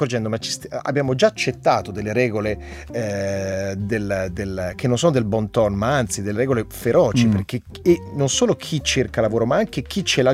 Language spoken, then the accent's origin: Italian; Bergamo, Lombardy, Italy; mettici che sono anche bergamasco e quindi hai fatto, cioè, il pacchetto è proprio tosto.